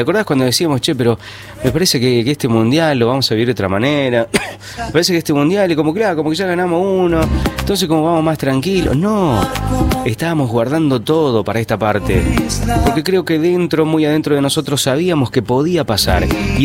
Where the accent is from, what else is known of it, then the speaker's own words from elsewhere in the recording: Argentina; acá somos todos argentinos